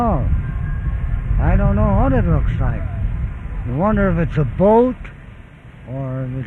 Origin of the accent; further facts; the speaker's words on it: Chicago, Illinois, United States; I'm probably the oldest Chicagoan that was here at the dedication. I was born here in Chicago over on Temple Street in 1876.